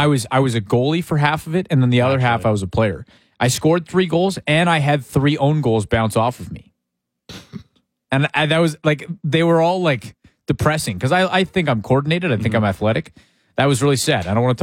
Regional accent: Canada; But I'm Canadian.

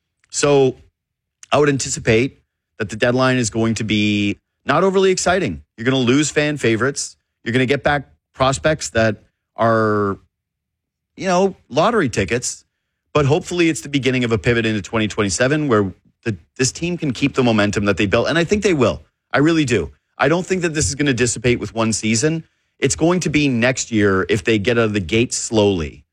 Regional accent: Whitehorse, Yukon, Canada; I'm from Whitehorse, born and raised. I'm a Porter Creek kid.

